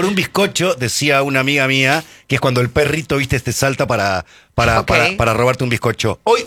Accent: Santa Fe Province, Santa Fe, Argentina; moved away; En la provincia de Santa Fe.

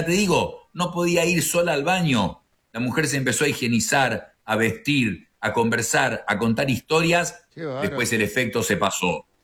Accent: Argentina

